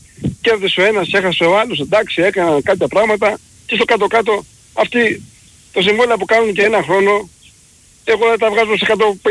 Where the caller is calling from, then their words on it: Central Greece, Greece; είμαι από Εύβοια.